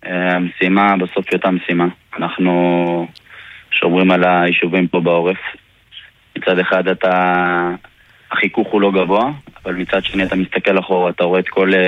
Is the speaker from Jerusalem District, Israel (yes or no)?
yes; Jerusalem, Jerusalem District, Israel; גדלתי בבית חרדי ליטאי בירושלים.